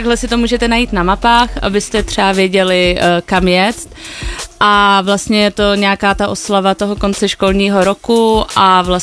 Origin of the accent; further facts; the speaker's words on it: Prague, Czechia; vlastně to děláme s kámoškou Foxy, jsme z Prahy